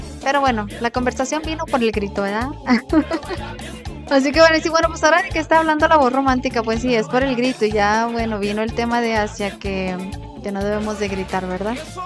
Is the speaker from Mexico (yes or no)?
yes; northern Mexico, Mexico; Yo soy norteña